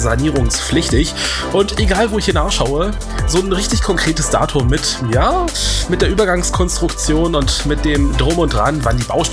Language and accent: German; Hildesheim, Lower Saxony, Germany; in meiner Heimatstadt Hildesheim, da wünsche ich mir so ein paar Informationen